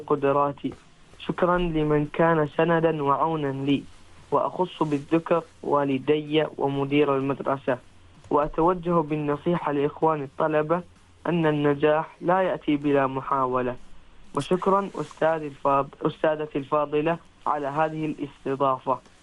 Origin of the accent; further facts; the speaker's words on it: Oman; وأن أمثل بلدي عمان خير تمثيل.